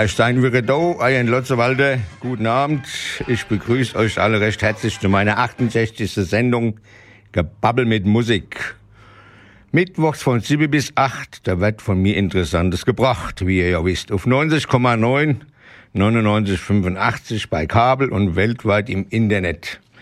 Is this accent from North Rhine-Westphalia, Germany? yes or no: no; Hesse, Germany; Da gehe ich durch mich halt als Hess ein bisschen wehren.